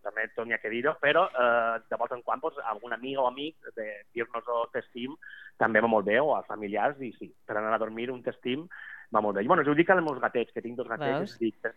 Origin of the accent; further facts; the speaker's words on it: Albaida, Valencian Community, Spain; no només del meu poble, sinó tota aquesta contornada de les comarques centrals del País Valencià, és una meravella i convida que passeu per allà. I al meu poble heu de visitar, si aneu al Baida, el Museu Internacional de Titelles